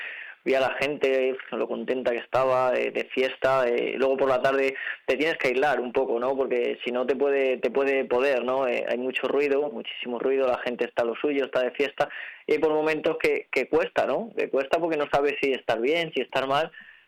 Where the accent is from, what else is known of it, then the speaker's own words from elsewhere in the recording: Salamanca, Castile and León, Spain; en tu tierra, en Salamanca